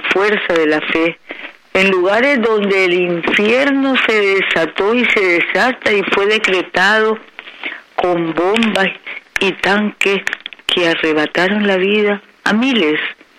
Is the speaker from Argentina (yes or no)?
no; Nicaragua; also born or lived in Niquinohomo; Nacimos y crecimos en esta Nicaragua nuestra, en nuestros hogares y familias llenos de fe y devoción.